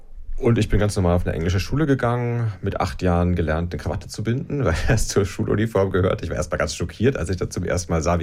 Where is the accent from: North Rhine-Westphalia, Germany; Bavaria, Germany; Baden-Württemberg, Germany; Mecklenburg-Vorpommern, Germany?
Bavaria, Germany; Nuremberg; moved away as an adult; now in Hamburg, Germany; Also ich fand es schon als Nürnberger Kind beeindruckend, dass in Hamburg die Leute alle so H&M-Klamotten anhatten, weil das galt schon als was irgendwie Schickes in Nürnberg.